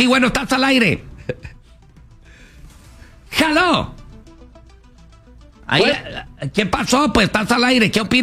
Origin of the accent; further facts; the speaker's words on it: Michoacán, Mexico; yo soy una michoacana con mucho parentesco de Sinaloa